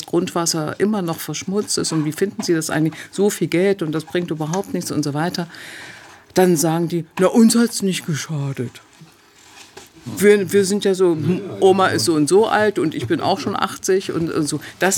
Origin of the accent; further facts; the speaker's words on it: Greppin, Saxony-Anhalt, Germany; also der schmutzigste Ort liegt zwischen Wolfen und Bitterfeld, also da wirklich original da, wo ich herkomme. Grappin.